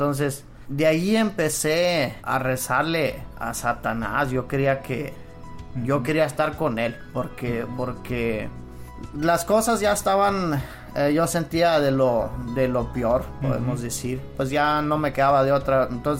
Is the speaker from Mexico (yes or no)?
yes; Cuauhtémoc, Chihuahua, Mexico; Yo vengo de Cuauhtémoc, Chihuahua. Es una colonia menonita ahí. Uh-huh. Hay algunas colonias, pero lo que es más donde yo crecí es en Los Cienes.